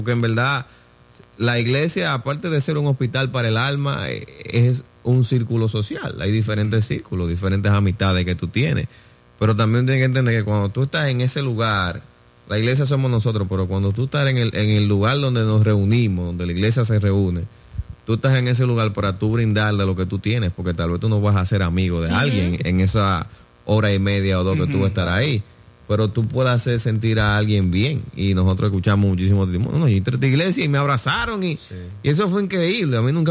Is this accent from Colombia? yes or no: no; Dominican Republic; moved away; yo que nací y crecí en Dominicana con mi hermano y familia, nos mudamos aquí, no es fácil.